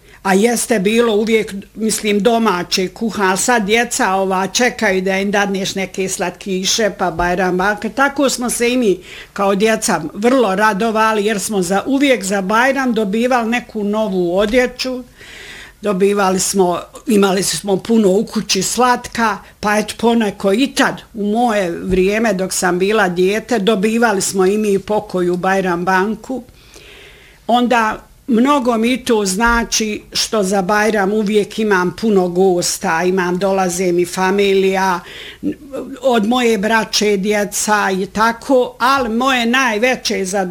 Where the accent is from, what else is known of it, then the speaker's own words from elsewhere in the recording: Vogošća, Federation of Bosnia and Herzegovina, Bosnia & Herzegovina; ja sam inače i rodom iz Vogošće, a u Vogošći ovdje sam se i udata.